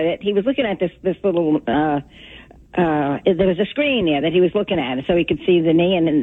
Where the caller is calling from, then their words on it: Toms River, New Jersey, United States; I'm calling from Tom's River.